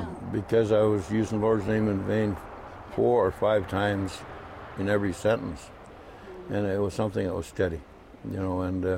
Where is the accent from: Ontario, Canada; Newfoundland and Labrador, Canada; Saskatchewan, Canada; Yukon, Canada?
Yukon, Canada; Dawson City; also born or lived in Snag, Yukon / White River country; I was born in Snag, Yukon.